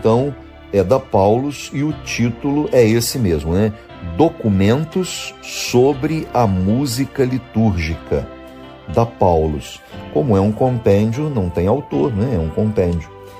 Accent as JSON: {"language": "Portuguese", "region": "Rio de Janeiro", "country": "Brazil", "tie": "born there", "said": "perto de onde eu nasci, perto no norte fluminense, né?"}